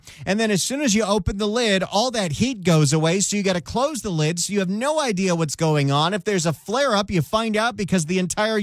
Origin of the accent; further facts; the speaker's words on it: California, United States; I came from California public schools and I can do that math.